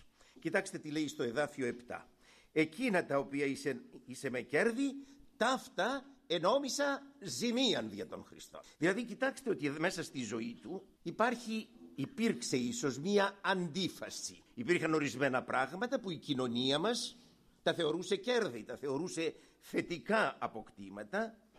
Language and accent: Greek; Greece; εμείς σαν Έλληνες που είμαστε